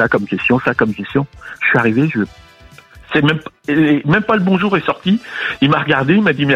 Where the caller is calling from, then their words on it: Île-de-France, France; Du Val d'Oise.